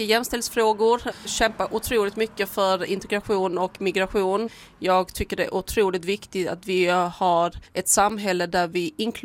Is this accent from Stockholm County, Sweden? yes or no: no; Hässleholm, Skåne, Sweden; Han är ju själv från Hässleholm och jag är också från Hässleholm.